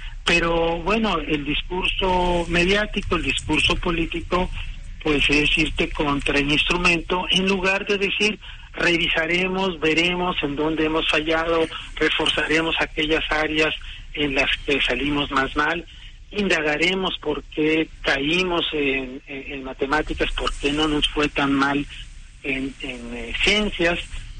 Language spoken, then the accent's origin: Spanish; Mexico